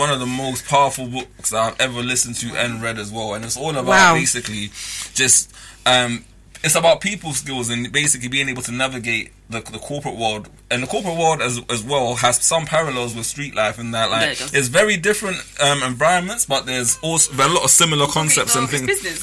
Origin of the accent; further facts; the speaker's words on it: Ghana; sometimes I can overexert myself because it's like I come from Ghana as well.